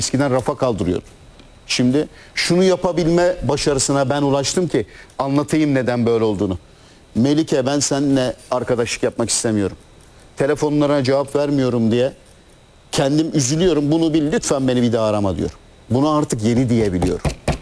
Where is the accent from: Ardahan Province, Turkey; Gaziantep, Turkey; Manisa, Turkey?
Manisa, Turkey; Alaşehir; born there; moved away; also born or lived in İzmir; Manisa, Alaşehir. Yine gündeme getiriyorum yani. Alaşehir'de ben doğdum. Sonra İzmir'e yatılı okula gittim. İzmirli oldum. Ama yatılı okulda okurken … diyorlardı.